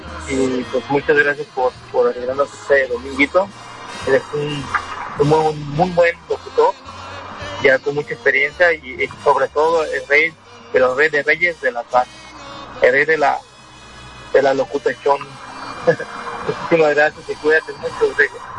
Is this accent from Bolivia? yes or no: no; San Ignacio, Jalisco, Mexico; now in Aguascalientes, Mexico; yo te escucho aquí en Aguascalientes, obviamente, pero yo también, pues soy de Jalisco, la región de Los Altos, ya por San Ignacio